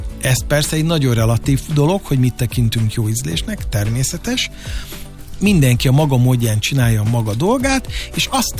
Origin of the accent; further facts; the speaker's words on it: Hungary; first language Hungarian; Mert miért én nem vagyok magyar? Na most azért ezen gondolkozzunk el. Ez az anyanyelvem. Ebben a kultúrában nőttem fel.